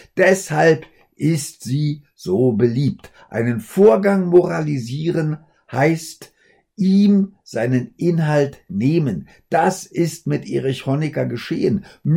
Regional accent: Berlin, Germany

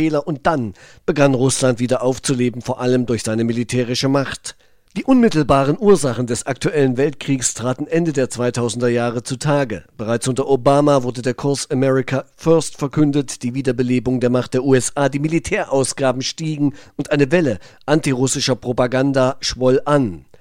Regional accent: East Germany, Germany; born there; Wir DDR-Sozialisierten

